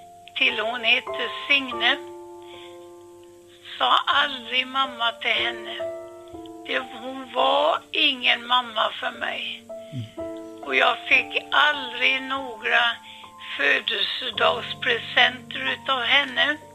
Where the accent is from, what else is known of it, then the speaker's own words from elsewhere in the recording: Floda, Västra Götaland County, Sweden; also born or lived in Gothenburg; Jag är göteborgare ifrån födseln och kom som treåring till Floda. Som jag blev ju ett fosterbarn.